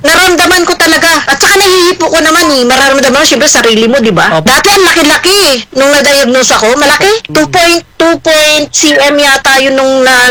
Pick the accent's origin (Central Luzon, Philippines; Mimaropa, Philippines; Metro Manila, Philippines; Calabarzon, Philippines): Calabarzon, Philippines; Bacoor; moved away as an adult; now in Hong Kong; Taga Molino Bacoa ako. Tapos, nandito ngayon sa, ano, sa Hong Kong. DH ako dito.